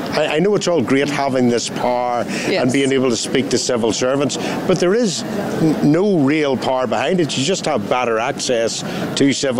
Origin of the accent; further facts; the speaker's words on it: Northern Ireland, United Kingdom; I come from a devolved area in Northern Ireland